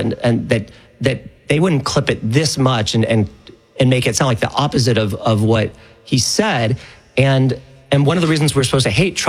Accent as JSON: {"language": "English", "town": "Chicago", "region": "Illinois", "country": "United States", "tie": "born or raised there", "said": "So, yeah, I grew up in Chicago. I was just your basic pragmatic Chicago liberal."}